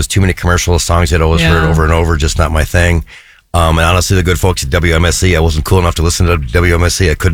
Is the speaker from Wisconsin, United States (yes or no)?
yes; Milwaukee, Wisconsin, United States; moved away as an adult; also born or lived in Madison / St. Paul / Aspen; I grew up in Milwaukee.